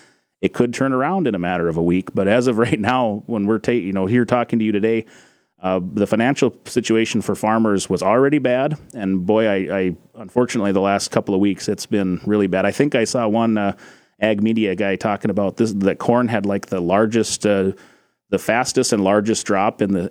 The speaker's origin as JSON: {"language": "English", "town": "Dazey", "region": "North Dakota", "country": "United States", "said": "I'm from Daisy, North Dakota, over in Barnes County, and farm around that Wimbledon Courtney area up there."}